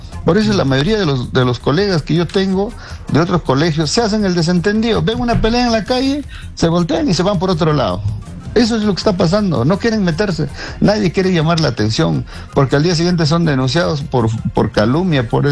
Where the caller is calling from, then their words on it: Yungay, Ancash, Peru; yo estoy llamando de Ancash.